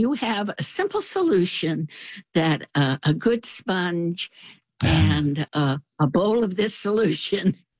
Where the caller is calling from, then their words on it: Sugar Creek, Missouri, United States; Good morning. … from Sugar Creek, Missouri, and my past is catching up with me.